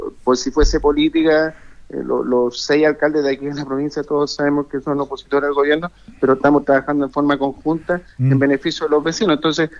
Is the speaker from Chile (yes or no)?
yes; Rinconada de Silva, Valparaíso, Chile; Yo soy de Rincona de Silva también.